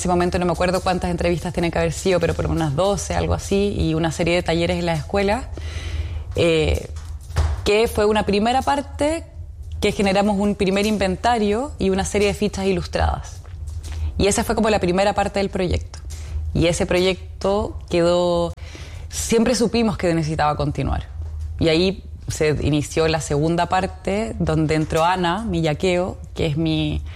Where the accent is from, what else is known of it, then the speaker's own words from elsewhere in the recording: Santiago, Santiago Metropolitan Region, Chile; moved away as an adult; now in Araucanía, Chile; Cuando yo migré a este territorio hace 7 años, y si bien mi familia no es de Santiago, yo crecí en Santiago